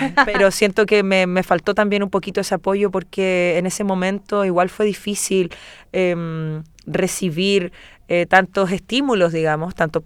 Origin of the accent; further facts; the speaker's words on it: Chile; Nosotros también, como chilenos incluso, uh-huh. que no nacimos con este estilo.